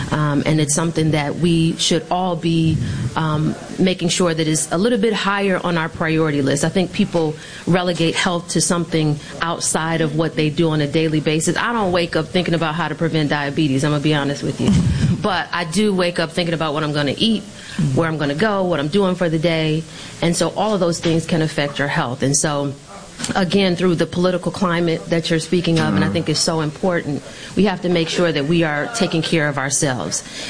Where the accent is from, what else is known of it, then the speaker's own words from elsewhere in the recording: Detroit, Michigan, United States; but I'm also a proud Detroiter, born and raised in Detroit.